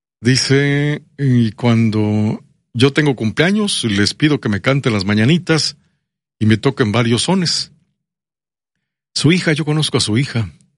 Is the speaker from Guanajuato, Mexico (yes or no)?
no; Veracruz, Mexico; Saludos al puerto de Veracruz, a mis amigos los veracruzanos. Yo soy veracruzano, 100% jarocho.